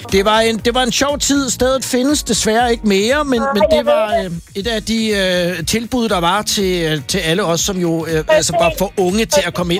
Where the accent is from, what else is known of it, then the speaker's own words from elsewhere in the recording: Virum, Capital Region of Denmark, Denmark; fra Virum byen, hvor jeg kommer fra.